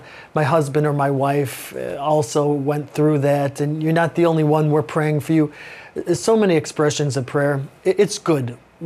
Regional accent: Chicago, Illinois, United States; I'm from Chicago

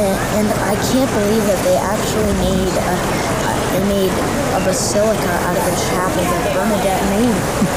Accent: McLean, Virginia, United States; I'm 10 years old, I'm from McLean, Virginia.

